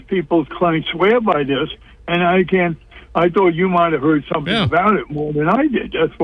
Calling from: Davenport, United States; Calling up from, actually, I'm in Davenport right now.

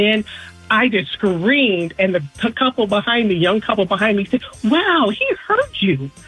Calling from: Midwest, United States; I am also from the Midwest. So we all got this Midwest vibe.

